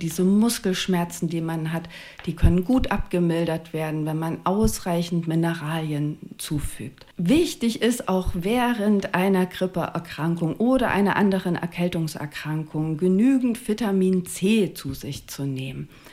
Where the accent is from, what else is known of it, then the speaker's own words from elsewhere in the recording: Saxony, Germany; now in Ihlow, Germany; ich stamme nicht aus Ostfriesland, sondern aus dem Vogtland.